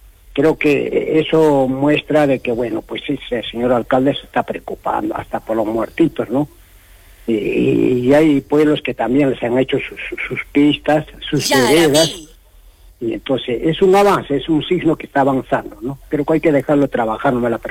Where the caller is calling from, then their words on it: Arequipa, Peru; Yo soy una persona que vivo en Alto Ceiba Alegre, Ceiba Alegrino, por si acaso